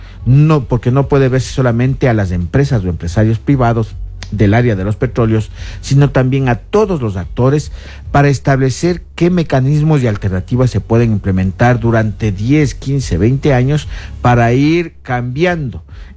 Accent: Ecuador

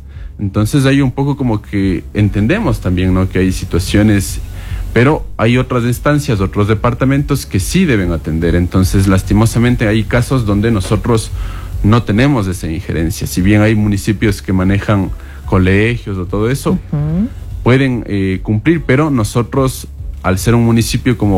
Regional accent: Cotacachi, Imbabura, Ecuador; todos como cotacacheños, como ciudadanos ecuatorianos

